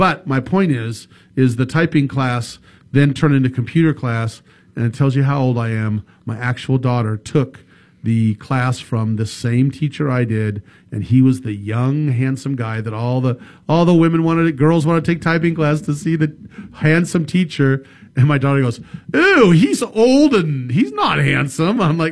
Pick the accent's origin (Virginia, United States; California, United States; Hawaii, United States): California, United States; Sacramento; I will never forget when I grew up in Sacramento back when it was, you know, there was newer houses in the early 60s.